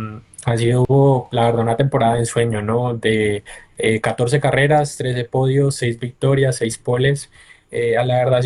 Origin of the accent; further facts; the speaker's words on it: Colombia; llevar la bandera de Colombia en las pistas del mundo.